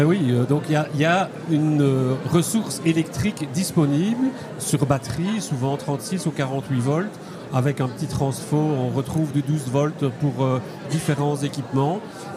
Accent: Belgium; Les Français, ils devaient venir en Italien. Et on est des Belges. On s'entraide.

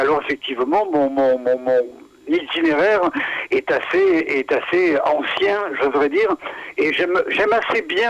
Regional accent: Aubagne, Provence-Alpes-Côte d'Azur, France; born there; je suis né à Aubagne, patrie de Marcel Pagnol, et quasiment dans la maison d'à côté où il est né.

